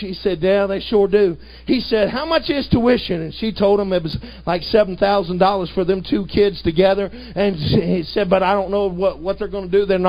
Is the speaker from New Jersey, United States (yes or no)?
no; Virginia, United States; I'm from Virginia, and if you know anything about Virginia boys, we've been taught if you don't tithe, amen, you ain't even saved.